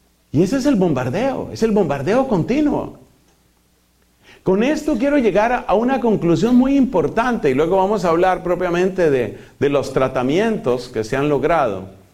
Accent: Colombia; En mi país, para vergüenza de Colombia

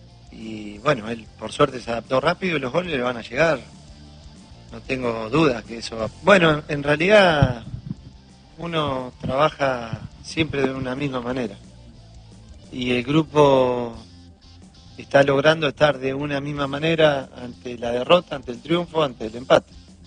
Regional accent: Argentina; yo lo puedo hablar como argentino también

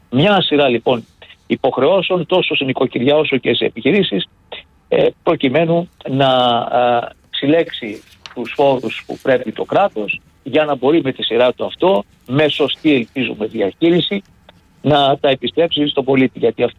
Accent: Spetses, Attica, Greece; Έχετε επαφή από τις Σπέτσες? Έχετε επαφή με το νησί μου?

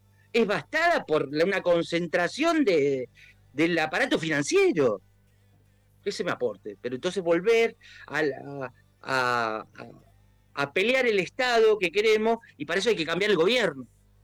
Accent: Argentina

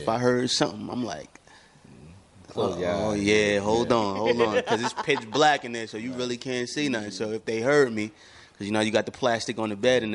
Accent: Fort Greene, New York, United States; Well, like I said, I'm from Fort Greene. So within Fort Greene, it was always a together situation with everything that they was doing.

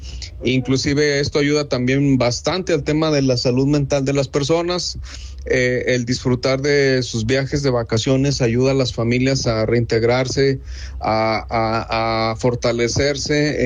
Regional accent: Durango, Mexico; somos todos los duranguenses que habitamos dentro del estado

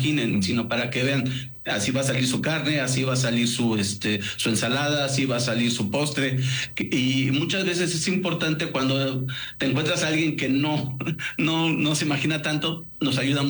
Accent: Mexico City, Mexico; now in Mérida, Mexico; yo soy de la Ciudad de México

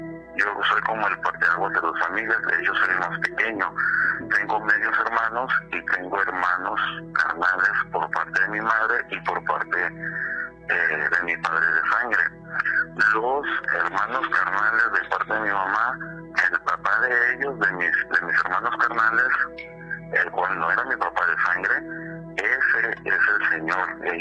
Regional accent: Ensenada, Baja California, Mexico; also born or lived in Chiapas; bueno, yo estaba muy pequeño, tenía prácticamente como 2-3 años, ¿no? Desde el estado de Chiapas llegamos a México y de México ya quedamos aquí en Ensenada, aquí radicamos ya, pues ya tengo yo más de 40 años, casi toda mi vida.

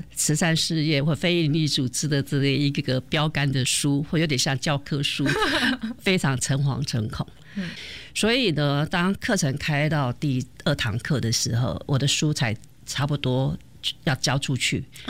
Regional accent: Hualien, Hualien County, Taiwan; 那我是花莲出生长大的孩子，慈济在花莲或在台湾它算是一个很重要的一个精神指标，那我身为一个花莲人，我觉得好像也应该要为花莲做一点事情

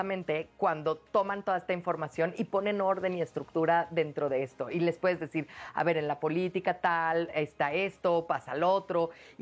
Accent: Mexico; si lo queremos ver como mexicanos

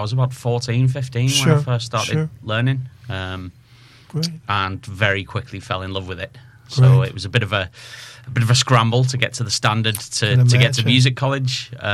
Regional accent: Widnes, North West England, United Kingdom; also born or lived in Colchester; now in Liverpool, United Kingdom; I'm from Widnes originally.

